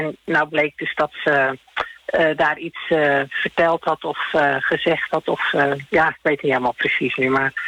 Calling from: Katwijk, South Holland, Netherlands; wij zitten Katwijk aan Zee.

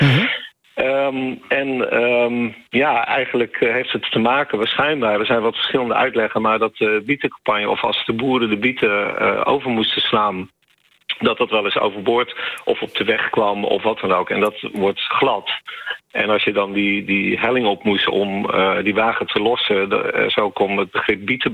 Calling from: Gouda, South Holland, Netherlands; We komen van oorsprong uit Gouda.

